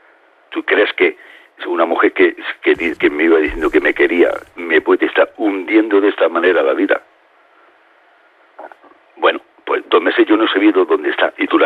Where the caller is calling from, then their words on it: Manresa, Catalonia, Spain; Yo vivo en Manresa con mi hija.